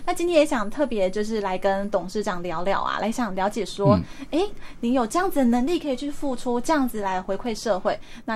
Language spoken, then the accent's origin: Chinese; Taiwan; 更符合我们台湾人自己平常在吃的这个。